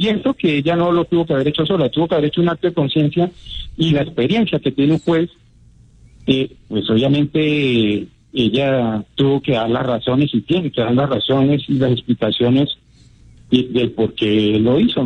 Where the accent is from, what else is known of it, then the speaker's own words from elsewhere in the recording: Colombia; Entonces, todos somos colombianos.